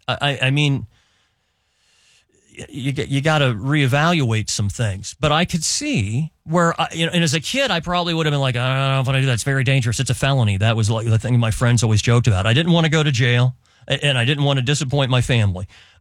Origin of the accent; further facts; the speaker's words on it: Dayton, Ohio, United States; moved away as an adult; now in Cincinnati, United States; We used to ride bikes down and go fishing, rivers or whatever else growing up in Dayton, like Stillwater or Little Miami, et cetera.